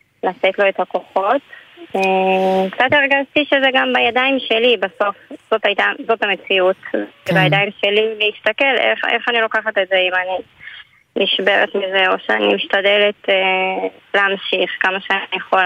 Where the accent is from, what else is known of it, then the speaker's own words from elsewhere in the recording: Kiryat Arba, West Bank, Palestine; אני ואורי גדלנו בקריית ארבע, אז כל שנות הנאורים כבר הכרנו אחד את השני